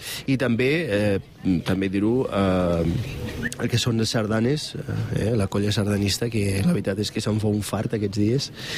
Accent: La Seu d'Urgell, Catalonia, Spain; som de la Seu, som del Pirineu, i per tant molt orgullosos de ser-ho.

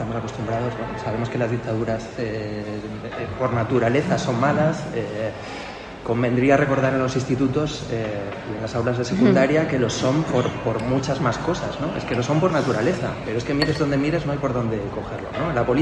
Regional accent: Asturias, Spain; moved away; Yo soy de Pumarín, del barrio Pumarín, aunque vivo fuera hace muchos años.

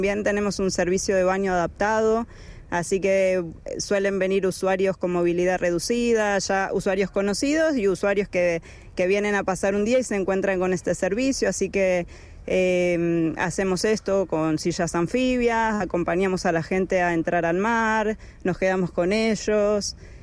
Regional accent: Argentina; moved away; yo vengo de Argentina con una formación de un año

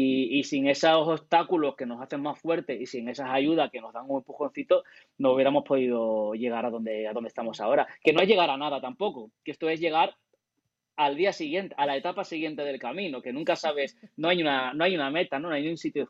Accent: Andalusia, Spain; accent: Andalusian; el 80, 90% de los integrantes somos andaluces

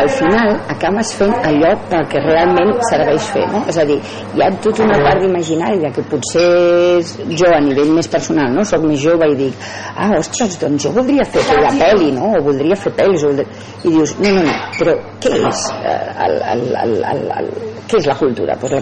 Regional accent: Terrassa, Catalonia, Spain; Soc actriu, soc de Terrassa

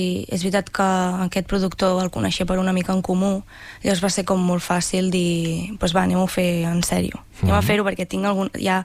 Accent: Ribes de Freser, Catalonia, Spain; Sí, jo vaig néixer a Ribes i vaig estar a Ribes fins que vaig anar a fer el batxillerat a Vic, el batxillerat artístic, i després ja vaig començar a estudiar la carrera i me'n vaig anar fora.

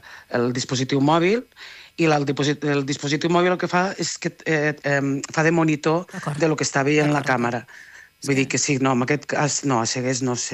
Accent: Catalonia, Spain; born or raised there

